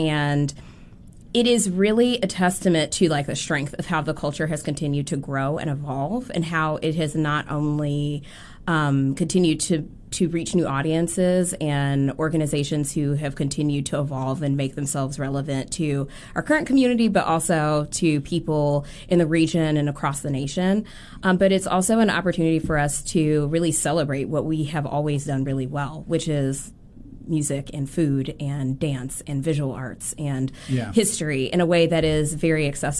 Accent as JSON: {"language": "English", "town": "Memphis", "region": "Tennessee", "country": "United States", "tie": "born or raised there", "said": "I'm a native Memphian."}